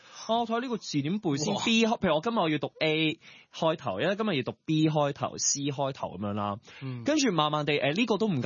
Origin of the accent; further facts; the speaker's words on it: Hong Kong; first language Cantonese; 咁得我一個香港人嘅啫